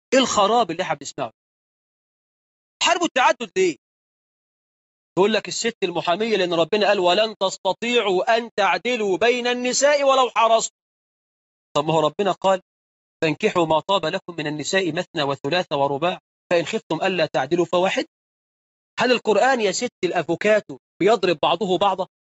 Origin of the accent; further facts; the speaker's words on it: Egypt; إحنا عندنا في مصر 9 مليون عانس.